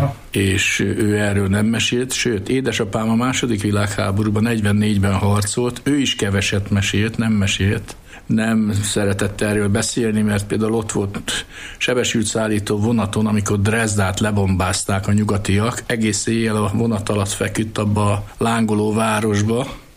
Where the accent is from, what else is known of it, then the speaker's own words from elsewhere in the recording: Medgyesegyháza, Békés, Hungary; moved away as an adult; also born or lived in Budapest / Szolnok; now in Nagykörű, Hungary; Az én őseim Felvidéken éltek. Nagyapám, akivel laktam a tanyán, ahol születtem